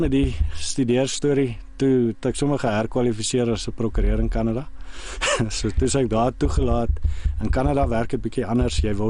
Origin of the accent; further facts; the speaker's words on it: Pretoria, Gauteng, South Africa; born there; Ek's gebore in Pretoria.